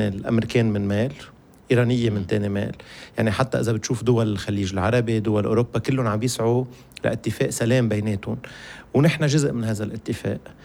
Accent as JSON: {"language": "Arabic", "country": "Lebanon", "said": "أنا عمري 45 سنة، أنا إلي 45 سنة بلبنان"}